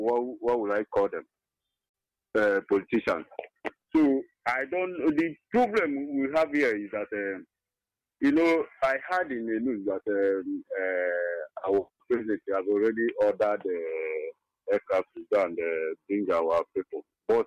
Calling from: Enugu, Enugu State, Nigeria; I'm calling from Enugu.

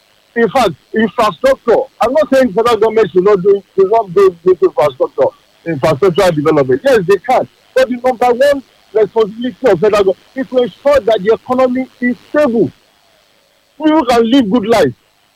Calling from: Dubai, United Arab Emirates; I am calling from Dubai.

